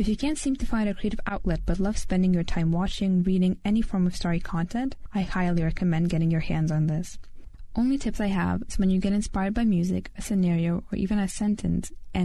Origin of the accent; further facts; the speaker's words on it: Lithuania; English is a second language; As you might have already figured, English isn't my first language. I come from Lithuania, but take great pleasure in speaking English.